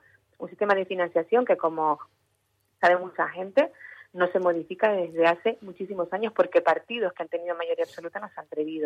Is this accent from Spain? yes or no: yes; Canary Islands, Spain; Yo soy más canaria que muchas personas que puedan estarse imaginando, y defiendo los intereses de Canarias.